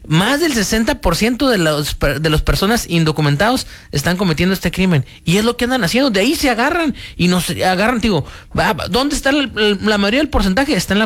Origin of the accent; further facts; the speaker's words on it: Mexico; desde que venimos de México, sabemos que corremos ese riesgo, es lo que es, ¿para qué nos hacemos locos?